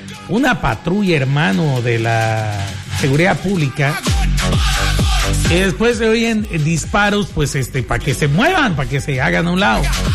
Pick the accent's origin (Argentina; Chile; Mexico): Mexico; Y es comprensible, así somos los mexicanos.